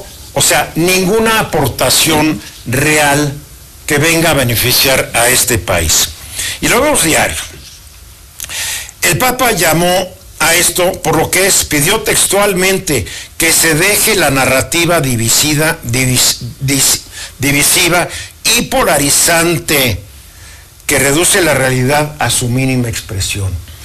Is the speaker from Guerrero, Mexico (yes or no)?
no; Mexico City, Mexico; born there; No, yo nací en la Ciudad de México, hijo, nieto, bisnieto, tataranieto de chiapanecos.